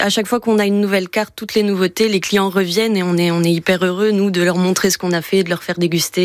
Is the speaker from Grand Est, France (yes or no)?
yes; Grand Est, France; Eh ben chez moi en Moselle, j'ai commencé à Metz dans des tout petits restaurants.